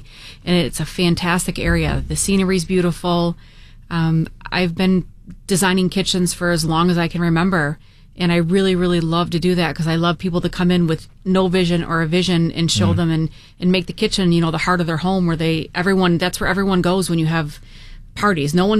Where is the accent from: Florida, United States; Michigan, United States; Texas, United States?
Michigan, United States; moved away; originally I'm from the Midwest, grew up in Michigan. I've been in New England for about 20 years now